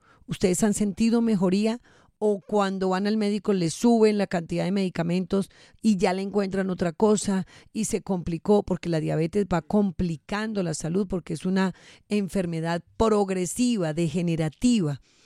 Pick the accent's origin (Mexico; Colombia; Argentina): Colombia; Medellín, Boyacá; Soy de Medellín, Boyacá.